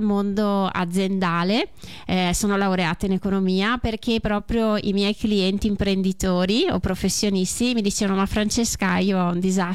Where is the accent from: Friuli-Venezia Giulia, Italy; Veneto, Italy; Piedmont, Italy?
Veneto, Italy; Belluno; sono di Belluno.